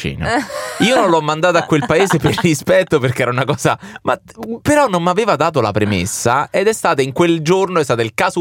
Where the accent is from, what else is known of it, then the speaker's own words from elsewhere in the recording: Rome, Lazio, Italy; da romano quale sono